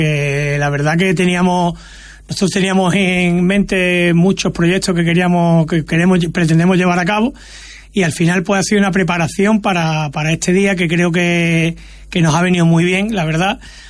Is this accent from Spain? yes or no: yes; Villanueva del Trabuco, Andalusia, Spain; moved away as an adult; now in Villanueva de Cauche, Spain; Villanueva del Trabuco, que era el pueblo donde están mis raíces, donde yo me he criado de joven, porque al final la vida da muchas vueltas. Yo me caso con una muchacha que remanece de Villanueva de Cauche, que por eso estoy viviendo allí